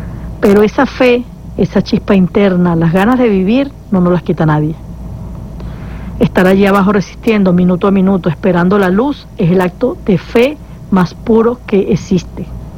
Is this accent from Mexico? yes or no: no; Venezuela; Nosotros como seres humanos, como venezolanos, estamos hechos de madera firme, pero de madera flexible, que se levanta después de cada adversidad.